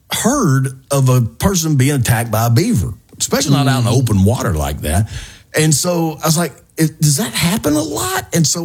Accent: Mississippi, United States; we come from a place like Pancake and I grew up in Mississippi. We come from a place where you jump in the lake and a water moccasin might

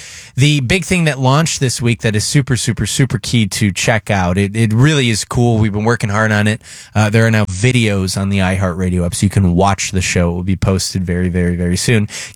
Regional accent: Ireland; I'm Irish, but you know.

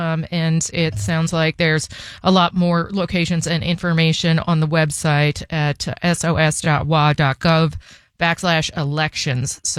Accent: New York, United States; also born or lived in Connecticut; now in Seattle, United States; I grew up in New York, but I was living in Connecticut, and I moved out here

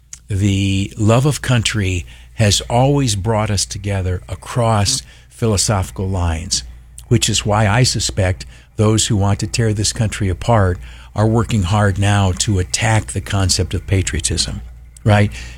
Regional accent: United States; I am an American first.

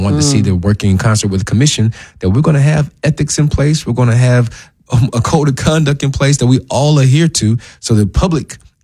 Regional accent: Memphis, Tennessee, United States; born there; Look, I was born in Memphis.

